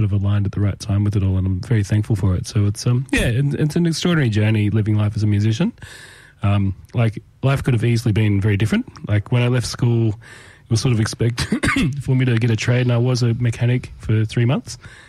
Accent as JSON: {"language": "English", "town": "Tamworth", "region": "New South Wales", "country": "Australia", "tie": "born or raised there", "said": "I grew up in Tamworth, yes."}